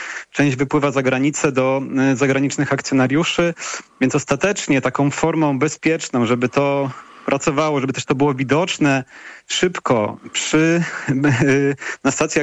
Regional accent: Kraków, Lesser Poland, Poland; gdzie no, ja akurat pochodzę z Krakowa, w tym roku mieliśmy podwyżkę cen biletów, sporo ludzi się przesiadło na samochody.

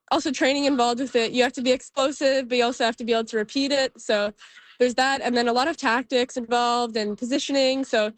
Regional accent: Fredericton, New Brunswick, Canada; born there; Yeah, I was born in Fredericton, and my mom is from Nova Scotia, so got some East Coast roots.

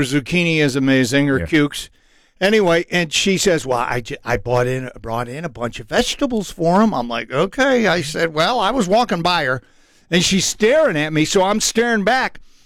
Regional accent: Ireland; I went with green because I'm Irish.

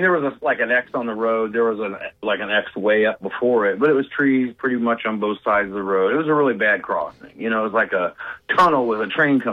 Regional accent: Akron, Ohio, United States; I'm a city slicker. I was, you know, born and raised in Akron, Firestone Park area.

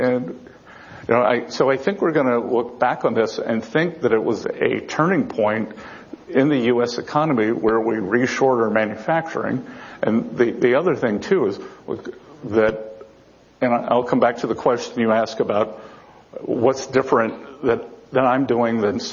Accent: Charleston, South Carolina, United States; My hometown in Charleston, Boeing is, it's where they build the Dreamliner.

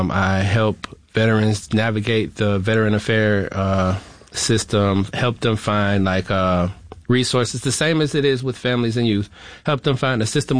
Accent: Florida, United States; born or raised there

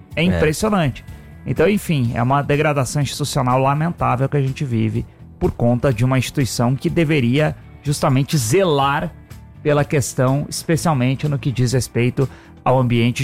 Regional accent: Brazil; Então, realmente é uma situação muito delicada para nós, como brasileiros, que toma conta ali.

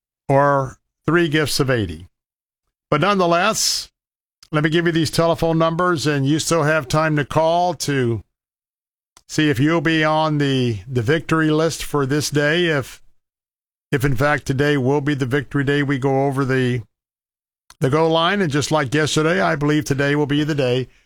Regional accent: Tampa, Florida, United States; born there; And I didn't come from a foreign land. I was born right here in Tampa, Florida

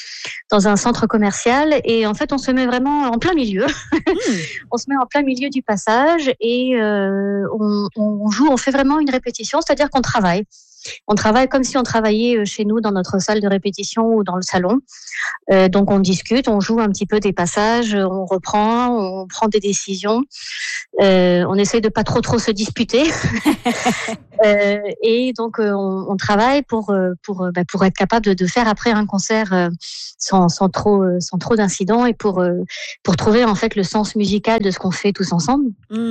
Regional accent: Provence-Alpes-Côte d'Azur, France; now in Düsseldorf, Germany; donc moi, je suis française de la Côte d'Azur, mais j'habite à Düsseldorf. Donc, je venais d'Allemagne.

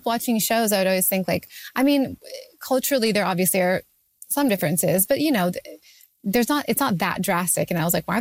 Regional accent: Canada

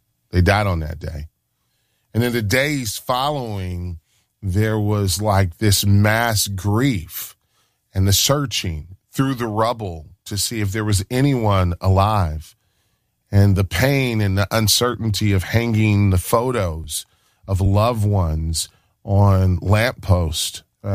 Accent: Michigan, United States; My life was lived between Michigan, my home state, and New York.

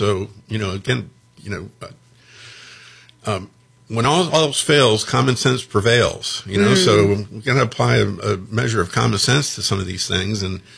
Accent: Fort Lauderdale, Florida, United States; Growing up in Fort Lauderdale, when I first moved there in the early mid '60s, you know, it was farmland and cow pastures, open spaces.

